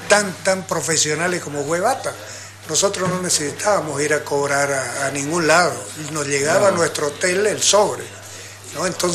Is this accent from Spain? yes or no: no; Porongo, Santa Cruz, Bolivia; moved away; also born or lived in Cochabamba; yo en Porongo jugaba desde niño, parábamos en la cancha. Nuestro colegio era ahí